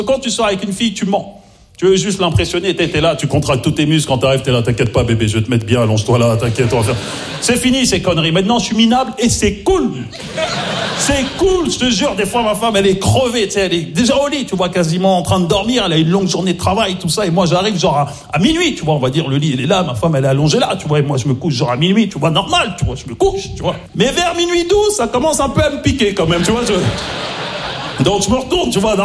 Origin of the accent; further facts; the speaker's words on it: Maisons-Alfort, Île-de-France, France; parce que j'ai grandi à Maison Alphand, en plus, tu vois, dans le 9-4, tu vois, j'ai grandi...